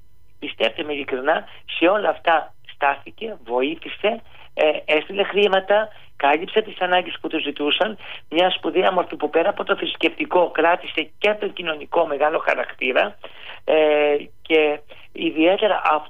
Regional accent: Lixouri, Ionian Islands, Greece; εμείς σαν λειξουριώτες και σαν κεφαλονίτες, σαν Έλληνες πάνω απ' όλα

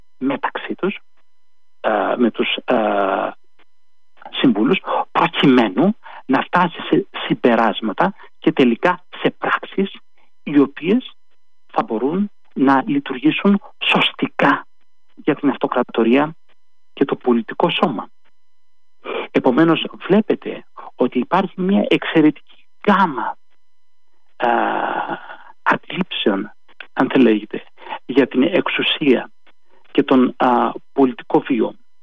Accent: Athens, Attica, Greece; καθότι μεγάλωσα στην Αθήνα, στην οδό Βατάτζη

